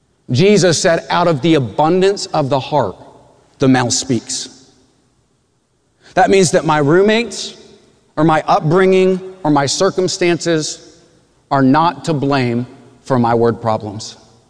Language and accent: English; Texas, United States; Now, I grew up in West Texas, and everyone there has a distinct accent. I have never thought that my accent is that pronounced.